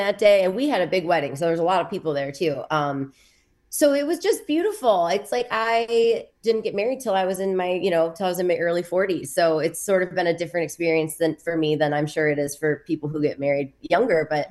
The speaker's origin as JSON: {"language": "English", "region": "Midwest", "country": "United States", "also_born_or_lived": "California / Iowa", "moved": "yes", "lives_now": "Minnesota, United States", "said": "I lived in California then. I'm from the Midwest. But it's just like this Minnesota pull, because my husband's in Rochester. So I kind of live in Minnesota now."}